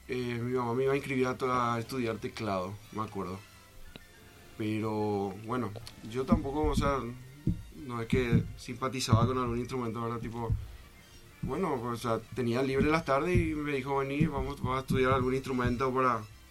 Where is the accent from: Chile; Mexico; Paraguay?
Paraguay; also born or lived in Córdoba, Argentina / Alta Gracia, Argentina; Yo era chiquito y bueno, y nada, nos mudamos a Paraguay y acá yo me crié prácticamente. O sea, yo tengo la nacionalidad paraguaya, o sea, yo soy más paraguayo que argentino, solo que nací allá.